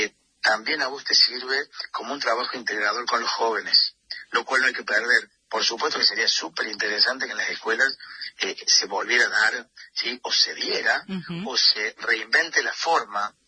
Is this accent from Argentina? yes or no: yes; Argentina; espíritu, sí, del hombre argentino a esas partes, no solo en la danza, sino todo esto bueno que tenemos como argentinos y resaltar también algunas características propias de cada región.